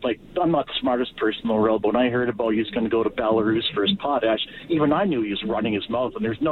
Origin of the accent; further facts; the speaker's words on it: Saskatchewan, Canada; Like, I was originally from Saskatchewan, had family that worked in the potash business.